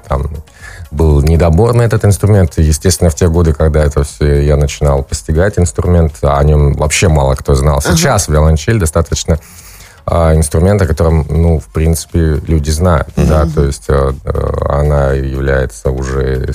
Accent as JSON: {"language": "Russian", "region": "Saint Petersburg", "country": "Russia", "said": "я сам из Петербурга"}